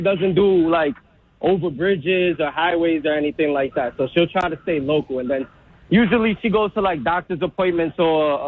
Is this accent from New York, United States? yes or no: yes; New York, United States; I was born and raised in New York